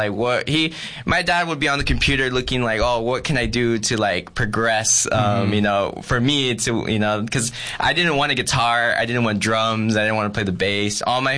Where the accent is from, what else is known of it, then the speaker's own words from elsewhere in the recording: Calexico, California, United States; There's not a lot much going on over there, but it's definitely hot just as it is over here.